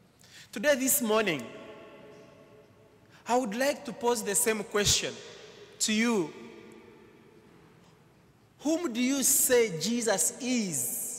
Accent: Uganda; moved away; I'm from Uganda, and I'm learning Spanish.

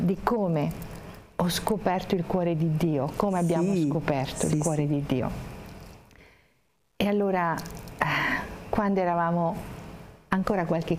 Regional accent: Reggio Calabria, Calabria, Italy; born there; moved away as an adult; now in Loreto, Italy; tutti i miei familiari materni sono di Loreto, ma sono nata a Reggio Calabria perché mio papà è di Reggio Calabria ha incontrato mamma durante la guerra.

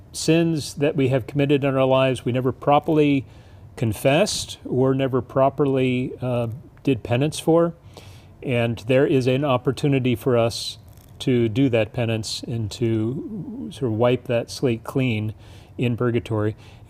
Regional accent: Washington, District of Columbia, United States; I was born in Washington, D.C., spent many years living in Washington, D.C., so I'm a D.C. native.

